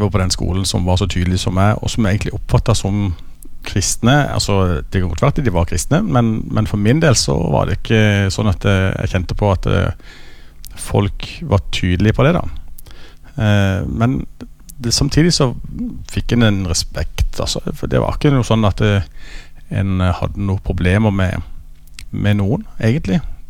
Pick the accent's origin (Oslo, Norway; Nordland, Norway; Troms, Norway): Nordland, Norway; Rismyr; also born or lived in Drammen; Neida, vi bodde der i 10 måneder, og så flyttet vi til Rismyr, da. Ligger på Nordland.